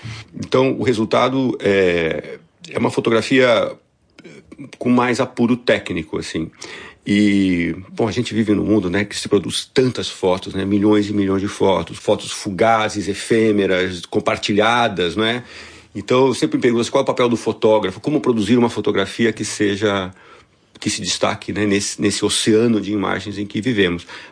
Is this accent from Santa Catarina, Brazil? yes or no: no; São Paulo, Brazil; São Paulo é a minha cidade, é onde eu nasci.